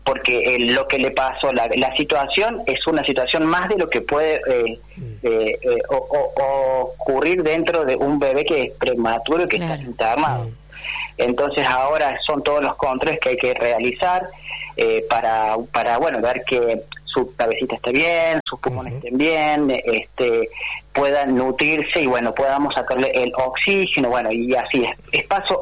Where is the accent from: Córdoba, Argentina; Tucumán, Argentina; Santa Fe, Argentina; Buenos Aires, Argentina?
Córdoba, Argentina; accent: Cordobés; moved away; Soy cordobés por mi acento.